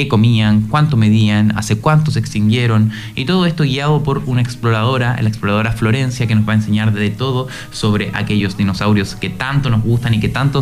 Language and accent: Spanish; Valdivia, Los Ríos, Chile; born there; yo nací en Valdivia.